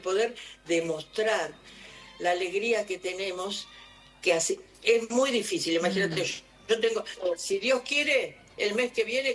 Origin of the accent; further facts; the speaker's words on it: Buenos Aires, Argentina; born there; que nací en Buenos Aires. No, yo amo la Argentina, amo y me duele la Argentina.